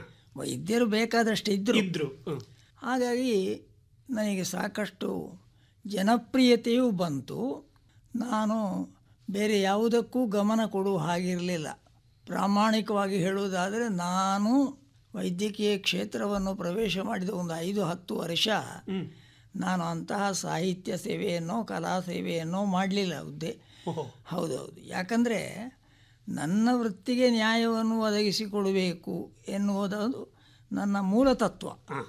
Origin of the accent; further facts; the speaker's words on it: Kerala, India; also born or lived in Kirikkadu, near Perdala, Kerala; ಕೀರಿಕ್ಕಾಡನ್ನು ಬಿಟ್ಟು, ನನಗಾಗ 3-4 ವರ್ಷವೂ ಆಗಿರ್ಬೋದು, ಕೀರಿಕ್ಕಾಡನ್ನು ಬಿಟ್ಟು ಬನಾರಿಗೆ ಬಂದರು. … ಅಂಟಿಕೊಳ್ಳುವುದಕ್ಕೆ ಕಾರಣ ಆ ಬನಾರಿಗೆ ಬಂದದ್ದು.